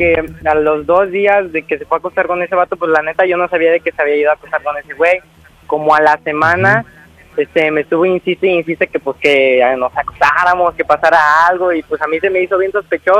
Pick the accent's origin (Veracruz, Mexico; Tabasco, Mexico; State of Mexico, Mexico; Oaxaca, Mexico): Veracruz, Mexico; Xalapa; a pesar de cuenta de que yo soy de Jalapa, pero me vine para mi santa.